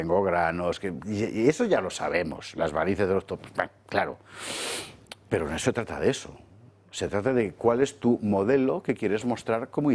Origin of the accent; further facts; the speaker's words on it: Valencian Community, Spain; ¿qué vas a decir? Soy valenciano.